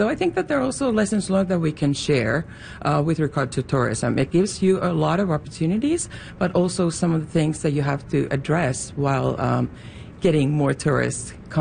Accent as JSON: {"language": "English", "region": "Lapland", "country": "Finland", "said": "I'm actually from Lapland, and that's also a place where we get a lot of tourists."}